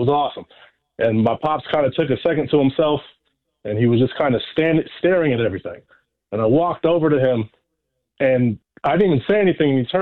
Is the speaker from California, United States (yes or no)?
yes; San Francisco, California, United States; I'm from San Francisco, the Giants won the World Series in 2012.